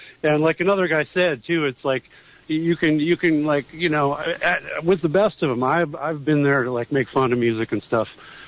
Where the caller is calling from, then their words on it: Monterey, California, United States; from Monterey and beyond.